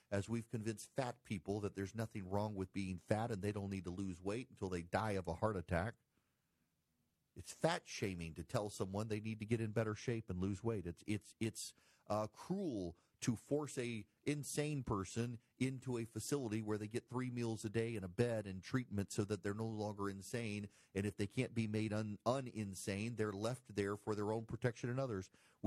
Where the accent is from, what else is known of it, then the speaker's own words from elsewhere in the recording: Jackson, Louisiana, United States; I am from Jackson, Louisiana. Those of you listening right now in Baton Rouge and Lafayette, you might know where Jackson is.